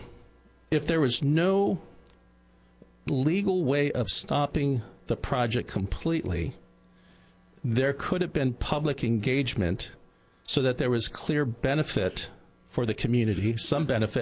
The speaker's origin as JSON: {"language": "English", "town": "Oceano", "region": "California", "country": "United States", "tie": "born or raised there", "said": "I'm a guy that was born and raised in Oceano, grew up in a small business, Old Juan's Cantina."}